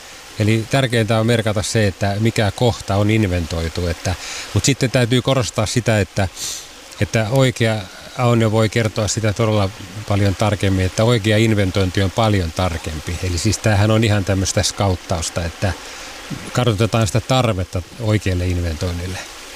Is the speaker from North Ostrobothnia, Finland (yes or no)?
no; Pirkanmaa, Finland; moved away; mä oon itse Etelä-Suomesta Tampereen seudulta